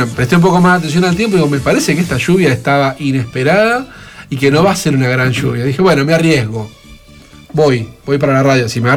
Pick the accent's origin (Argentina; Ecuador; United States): Argentina; Rosario, Santa Fe; a los que somos de Arroyito.